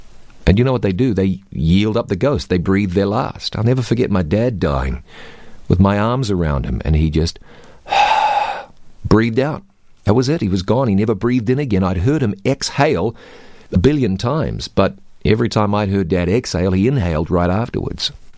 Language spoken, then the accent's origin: English; New Zealand; I can speak American and New Zealand. New Zealand's my home country.